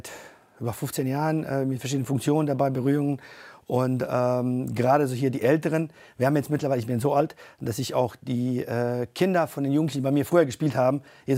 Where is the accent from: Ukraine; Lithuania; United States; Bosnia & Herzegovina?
Bosnia & Herzegovina; Ja, aber dies Jahr ist auch, ich komme ursprünglich aus Bosnien.